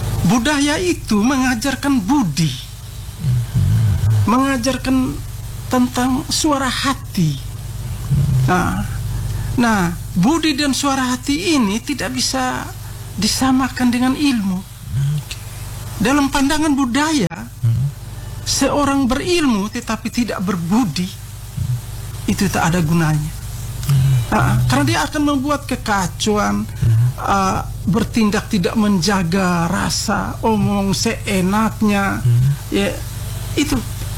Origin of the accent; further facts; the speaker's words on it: East Nusa Tenggara, Indonesia; kita mempunyai jati diri kita sebagai orang Indelio.